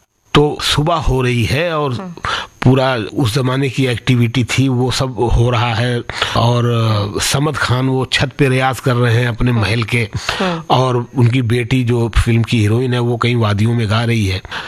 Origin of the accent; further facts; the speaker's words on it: Surat, Gujarat, India; now in Mumbai, India; तो मैं सूरत से मुंबई आ गया 2001 फरवरी में